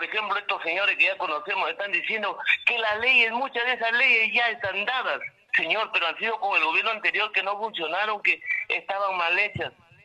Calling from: Peru

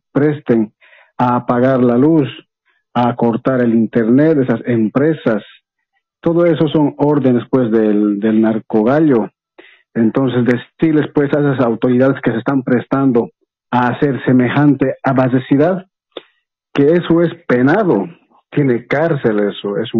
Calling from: Santa Cruz de la Sierra, Santa Cruz, Bolivia; de acá de Santa Cruz.

